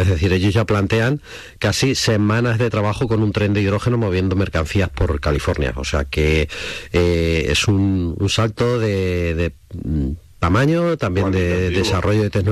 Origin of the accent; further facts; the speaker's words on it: Puertollano, Castilla-La Mancha, Spain; te decían de dónde eres, y cuando decías de Puerto Llano decían, es que hay mucho hidrógeno.